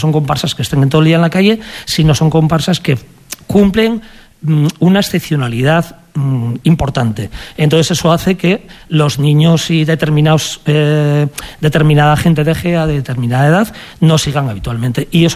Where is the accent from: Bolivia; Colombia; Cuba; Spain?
Spain; Tudela, Navarre; tengo 58 años, y de alguna manera lo he aprendido con los años, ¿no? Bueno, yo soy de Tudela